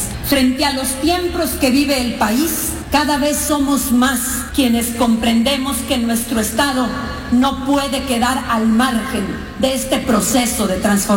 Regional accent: Aguascalientes, Mexico; a nivel nacional y en mi tierra, sentar las bases de la transformación. ¡Que viva la cuarta transformación de la vida pública del país! ¡Que viva Aguascalientes!

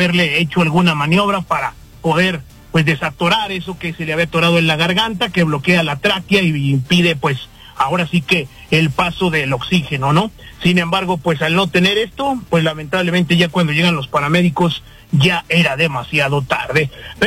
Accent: Mexico

